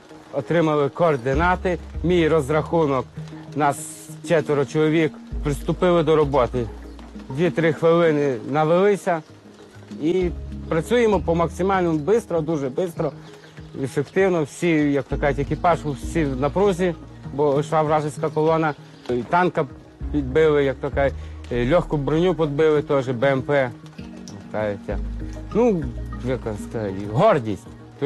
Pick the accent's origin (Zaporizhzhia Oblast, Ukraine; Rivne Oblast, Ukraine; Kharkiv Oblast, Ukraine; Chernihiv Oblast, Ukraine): Rivne Oblast, Ukraine; Сам я з родом з Рівненської області.